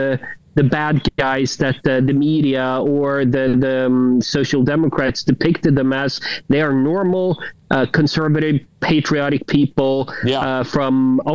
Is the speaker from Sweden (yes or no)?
yes; Sweden; Sweden is my home country.